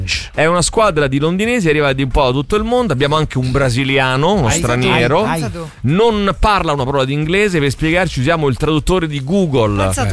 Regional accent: Rome, Lazio, Italy; No, io so di Roma, no? So da Roma.

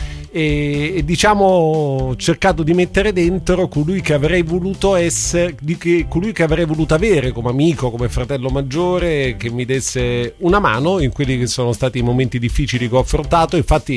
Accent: Germany; Italian is a second language; now in Italy; perché sono tedesco, ho sempre avuto un po' un complesso sulla mia conoscenza dell'italiano

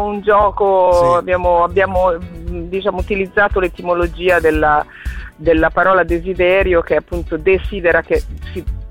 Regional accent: Lombardy, Italy; born there; quando mi sono trasferita dalla città dove abitavo e dove sono nata, vicino a Milano, quando mi sono trasferita in montagna, sempre rimanendo in Lombardia, quindi in un luogo molto antropizzato

